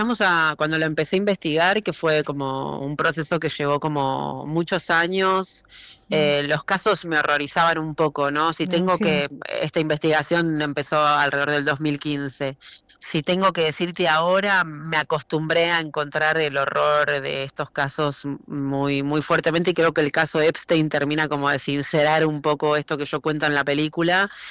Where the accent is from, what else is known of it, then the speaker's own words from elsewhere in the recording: Buenos Aires, Argentina; Soy porteña, pero tengo una casita en el Rincón